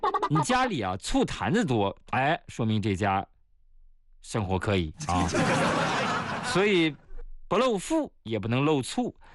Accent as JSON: {"language": "Chinese", "region": "Shanxi", "country": "China", "tie": "born or raised there", "said": "醋在我们老家山西"}